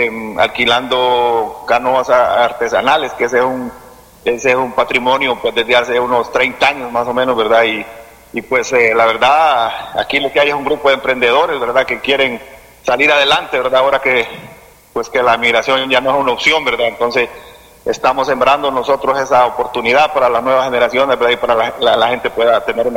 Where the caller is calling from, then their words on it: Peña Blanca, Cortés, Honduras; Nosotros somos el Comité de Turismo del sector Peña Blanca, ubicados en el canal de potencia del proyecto Cañaveral Río Lindo.